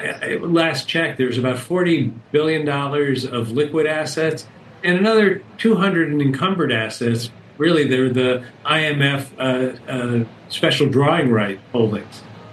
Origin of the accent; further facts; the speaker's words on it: New York, United States; as a New Yorker